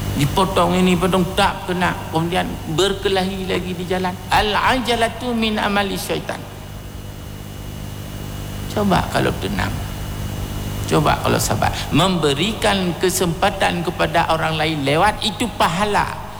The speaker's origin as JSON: {"language": "Indonesian", "country": "Indonesia", "tie": "born there", "said": "Ada orang di kampung saya di Pasir dulu"}